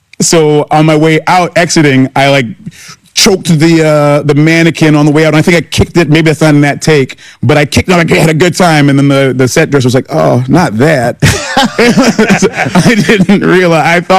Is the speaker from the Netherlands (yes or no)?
no; Ghana; they know that I'm Ghanaian, you know, my mother's Ghanaian.